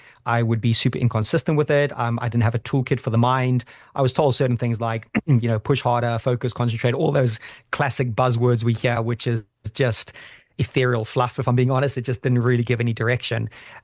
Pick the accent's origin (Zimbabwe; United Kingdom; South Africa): Zimbabwe; So yeah, growing up in Zimbabwe was just a complete blessing.